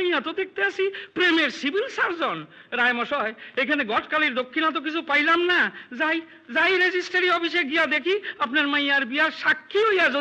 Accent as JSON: {"language": "Bangla", "country": "Bangladesh", "said": "আজ্ঞা না, আমার বাড়ি বাংলাদেশে। ওই পারের লোক পূর্ব বাংলা কয় না, কোনোদিন কয়ও নাই।"}